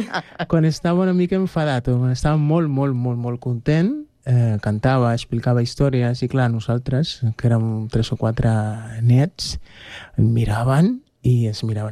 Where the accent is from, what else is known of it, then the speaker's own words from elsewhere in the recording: Cuba; first language Spanish; Catalan is a second language; now in Rubí, Spain; que s'assemblava molt al meu poble i a Cuba